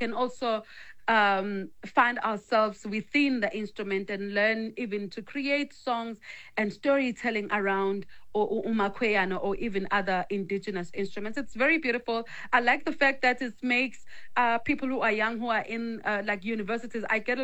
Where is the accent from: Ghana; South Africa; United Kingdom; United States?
South Africa; Mandeni, KwaZulu-Natal; I grew up in Mandeni, which is north of KZN.